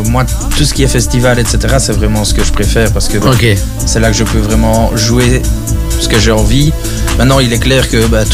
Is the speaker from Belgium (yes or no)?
yes; Herve, Wallonia, Belgium; je viens de Herve, pour ceux qui ne l'auraient pas entendu à l'accent.